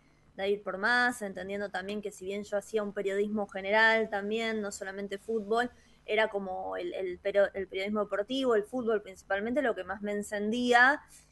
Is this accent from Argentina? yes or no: yes; Villalonga, Buenos Aires Province, Argentina; born there; also born or lived in Bahía Blanca; yo nací en Villalonga, de ahí me fui a Bahía a estudiar